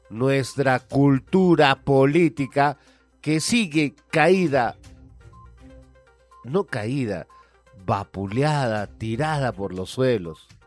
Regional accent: Huancayo, Junín, Peru; mi pueblo, Huancayo, mi ciudad, mi gente del Tambo, la gente de Chilca.

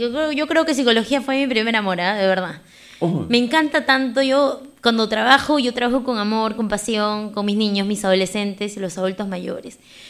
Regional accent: Chala, Arequipa, Peru; soy hija de Puerto de Chala

